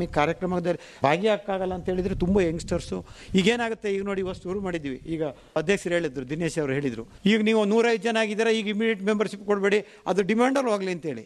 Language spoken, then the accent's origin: Kannada; Karnataka, India; ಈ ಥರ ಕಂಡೀಷನಲ್ಲಿ ನಾವು ಬೆಳೆದವರು. ಯಾಕೆಂತೇಳಿದರೆ ಇಲ್ಲಿ ಯಾವ ನ್ಯೂನತೆ ಇಲ್ಲ ನಮ್ಮ ಈ ಏರಿಯಾದಲ್ಲಿ, ಮಲೆನಾಡಲ್ಲಿ.